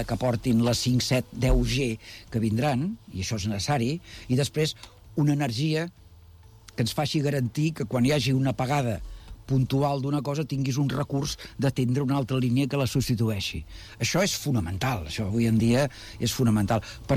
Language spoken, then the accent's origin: Catalan; Badalona, Catalonia, Spain; com a badaloní